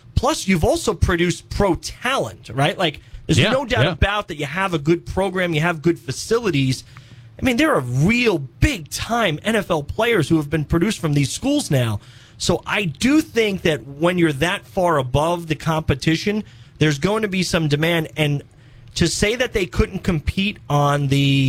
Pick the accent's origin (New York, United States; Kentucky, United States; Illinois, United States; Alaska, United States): New York, United States; New York City; moved away; growing up in New York City